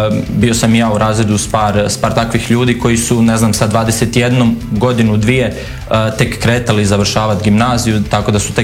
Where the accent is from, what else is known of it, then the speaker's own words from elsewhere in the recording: Petrinja, Sisak-Moslavina County, Croatia; ja sam inače iz Petrinje, tamo Petrinja, Sisak, taj dio